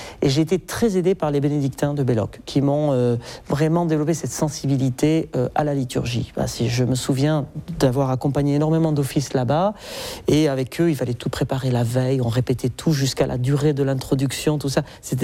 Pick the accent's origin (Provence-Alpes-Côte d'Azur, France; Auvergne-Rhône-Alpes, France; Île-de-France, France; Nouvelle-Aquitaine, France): Nouvelle-Aquitaine, France; Puisque, si vous voulez, en grandissant au Pays Basque, donc on a un répertoire de cantiques qui est très différent des cantiques français